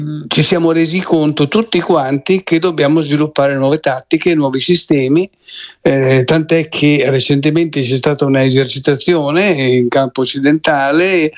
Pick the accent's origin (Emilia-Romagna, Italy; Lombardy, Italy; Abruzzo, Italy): Lombardy, Italy; also born or lived in Como; io nasco a Como, sono cresciuto nel Varesotto